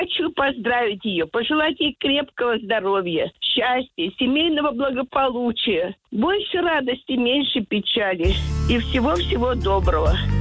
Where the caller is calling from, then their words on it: Istra District, Moscow Oblast, Russia; Звоню вам с Истринского района.